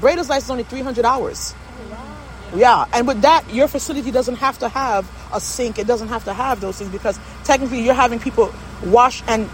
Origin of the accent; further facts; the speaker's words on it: Jamaica; As you guys know, being a Jamaican, we always have a hustle.